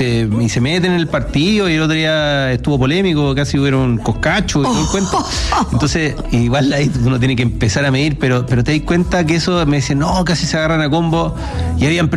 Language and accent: Spanish; Viña del Mar, Valparaíso, Chile; yo soy de Iña.